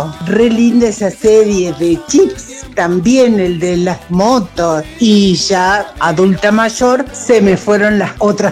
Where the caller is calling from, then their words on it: Buenos Aires, Argentina; de Flores 122.